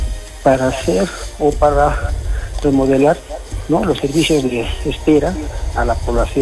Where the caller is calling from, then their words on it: Socabaya, Arequipa, Peru; Soy un ciudadano de Socabaya y que vive acá en la posta, cerca de la posta de Cerro Salavers.